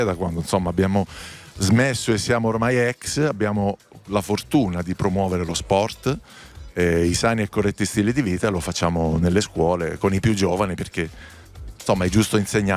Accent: Apulia, Italy; In Puglia che io sono pugliese

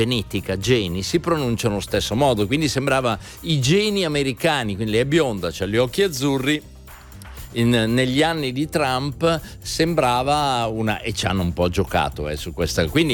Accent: Lombardy, Italy; la mia infanzia quando ero nel paese vicino a Crema

